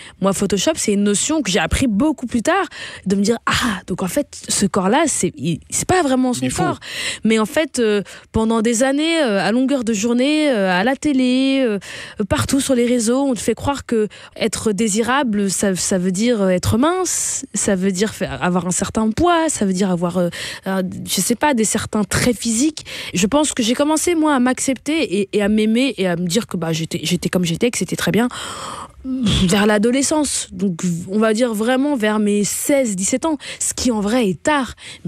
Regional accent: Flanders, Belgium; Moi, j'ai grandi en Belgique, j'ai grandi du côté flamand. Je suis toujours allée dans une école néerlandophone.

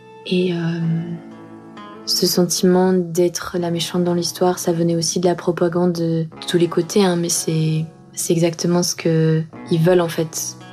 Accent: Russia; quand je dis que je suis russe, je me sens toujours obligée de dire « mais je suis ». Il y a même une expression « the good Russian »

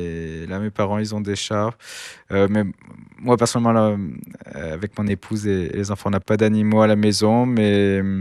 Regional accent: Nice, Provence-Alpes-Côte d'Azur, France; now in Liège, Belgium; Je viens de Nice

